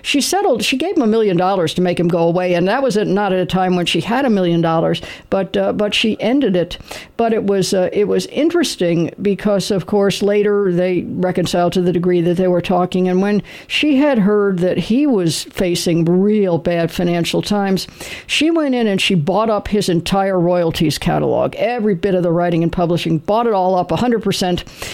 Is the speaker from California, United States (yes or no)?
yes; Los Angeles, California, United States; moved away; I'm originally from Los Angeles